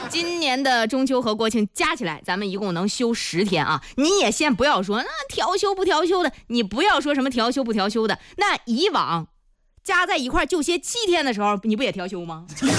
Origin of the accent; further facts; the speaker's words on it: China; 作为中国人啊，我觉得咱们应该有这个自信。